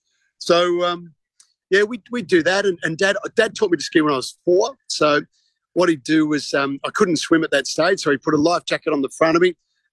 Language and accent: English; Australia; being Australian